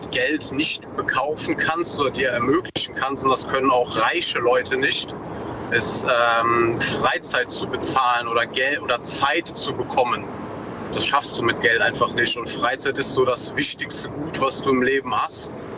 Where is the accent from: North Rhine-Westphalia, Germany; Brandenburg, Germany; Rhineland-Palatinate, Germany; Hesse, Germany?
North Rhine-Westphalia, Germany; Aus der Eifel